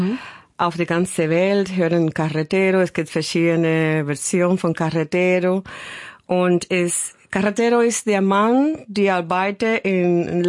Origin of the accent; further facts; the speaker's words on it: Havana, Cuba; German is a second language; Ich komme aus Havana, ja.